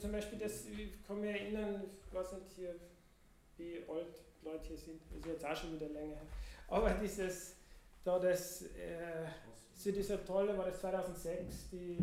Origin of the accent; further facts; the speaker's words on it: Austria; sage ich jetzt als Österreicher